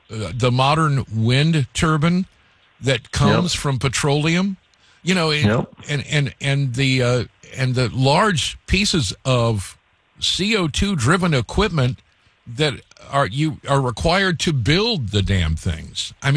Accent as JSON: {"language": "English", "region": "Iowa", "country": "United States", "tie": "born there", "said": "Well, you know, I was born in Iowa, and I think Nebraska should have them. I don't want them in my Hawkeye state."}